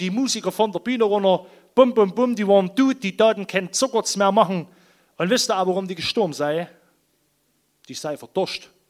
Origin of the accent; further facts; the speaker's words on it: Thum, Saxony, Germany; Also wir kommen ja nur aus der Haupt- und Weltstadt Thum im Erzgebirge